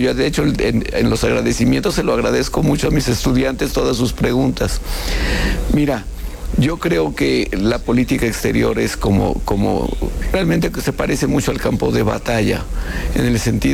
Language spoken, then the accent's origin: Spanish; Mexico